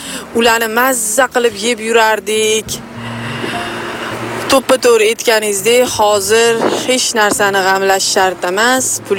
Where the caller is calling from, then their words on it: Tashkent, Uzbekistan; Yunusoboddan